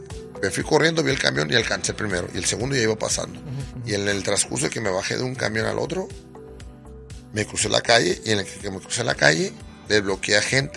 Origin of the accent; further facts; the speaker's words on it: Ciudad Obregón, Sonora, Mexico; yo siempre he dicho, en Obregón, Sonora, mi tierra, jugamos dos deportes fuertes, que es el boxeo y el béisbol.